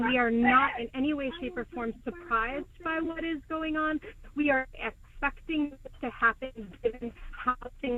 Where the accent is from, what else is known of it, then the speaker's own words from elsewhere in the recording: Jefferson, Maine, United States; I'm from Jefferson, Maine.